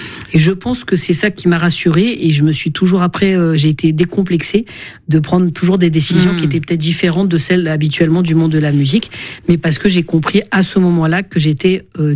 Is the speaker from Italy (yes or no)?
no; Île-de-France, France; j'ai grandi en Seine-Saint-Denis, dans ce quartier populaire